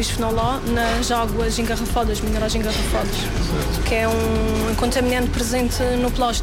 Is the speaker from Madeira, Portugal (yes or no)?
yes; Madeira, Portugal; born there; Eu espero continuar na Madeira. Ótimo. Gosto da ilha onde nasci.